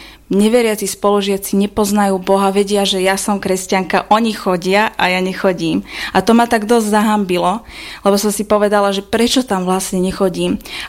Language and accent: Slovak; western Slovakia, Slovakia; pochádzam zo západného Slovenska, mám 24 rokov